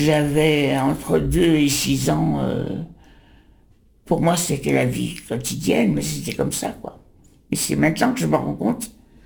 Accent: Paris, Île-de-France, France; moved away as an adult; also born or lived in Auvers-sur-Oise; now in Soisy, France; je suis née, j'ai vécu dans le 11e, jusqu'à 18 ans, de 38 à 56. Ensuite, j'ai habité le 20e. Ensuite, quand je me suis mariée, j'ai habité le 13e.

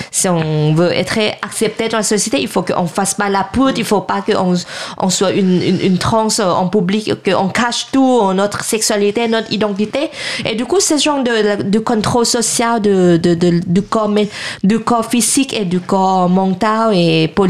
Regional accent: Thailand; moved away as an adult; mon propre pays.

